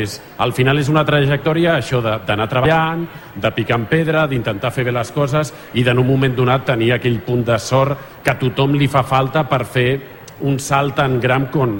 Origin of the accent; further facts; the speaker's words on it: Sant Boi de Llobregat, Catalonia, Spain; Soc de Sant Boi, vaig néixer aquí a l'any 77, no m'he mogut mai de Sant Boi i faig vida aquí